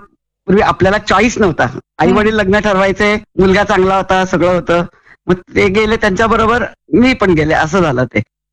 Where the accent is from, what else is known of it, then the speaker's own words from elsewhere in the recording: Mumbai, Maharashtra, India; moved away as an adult; also born or lived in Dubai, United Arab Emirates; now in Nashik, India; मी मूळची मुंबईची आहे।